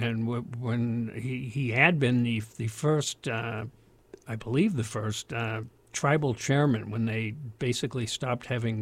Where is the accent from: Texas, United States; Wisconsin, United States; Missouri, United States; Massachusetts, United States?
Massachusetts, United States; Boston; moved away as an adult; my self image as a Bostonian. You know, I left when I was 20, never to return, but it's who I am.